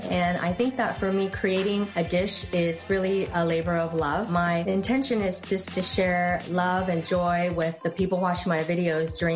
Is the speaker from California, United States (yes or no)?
yes; California, United States; I'm from California, so my favorite season is award season.